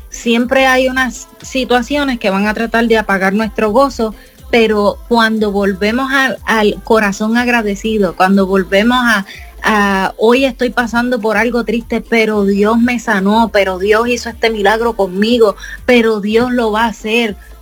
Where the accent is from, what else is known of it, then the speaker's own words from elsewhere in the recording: Puerto Rico; nosotros somos puertorriqueños y la iglesia de mi padre está ubicada en el pueblo de Gurabo.